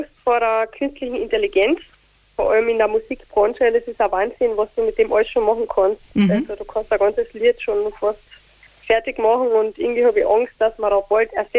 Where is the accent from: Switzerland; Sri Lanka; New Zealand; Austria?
Austria; Carinthia; Heimat bedeutet für mich der Wörthersee einfach. Sobald ich den Wörthersee sehe, weiß ich, das ist meine Heimat, ich bin da und macht mich einfach glücklich.